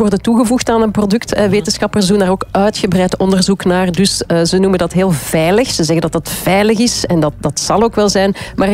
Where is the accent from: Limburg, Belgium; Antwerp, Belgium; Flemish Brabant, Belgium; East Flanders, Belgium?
Flemish Brabant, Belgium; Ik ben van Vlaams-Brabant, daar zeggen ze curryworst.